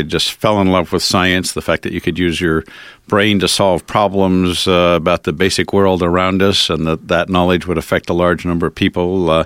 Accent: California, United States; Unbeknownst to the naive world I grew up in California, the war was expanding in Vietnam

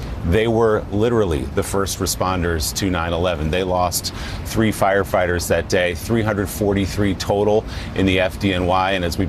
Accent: New Jersey, United States; people you know and I know from my hometown in New Jersey

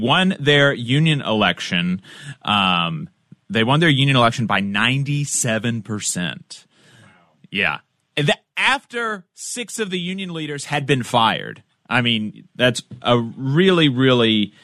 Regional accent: the South, United States; I'm from the South.

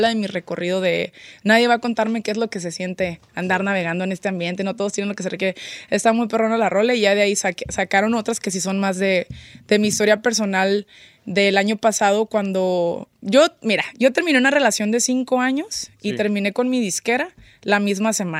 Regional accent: Mexico; Pues ya sabes cómo somos los mexicanos.

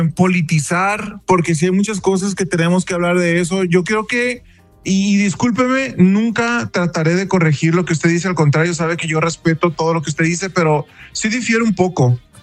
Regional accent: Jalisco, Mexico; especialmente mi tierra Jalisco

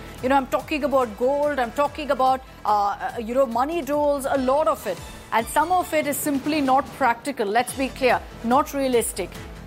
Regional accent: Chennai, Tamil Nadu, India; I grew up in Chennai. I know how safe the city was

